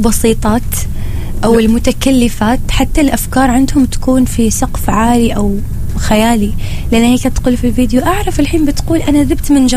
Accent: Oman; امان يعترفي لهجتنا لطيفه خفيفه احنا العمانيين

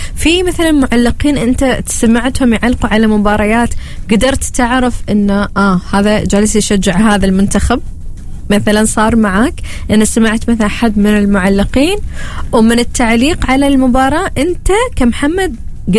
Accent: Oman; نحن كعمانيين

